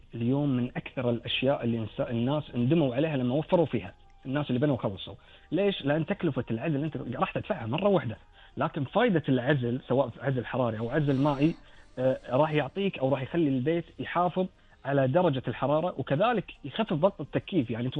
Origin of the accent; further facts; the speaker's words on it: Kuwait; اللي عندنا بالكويت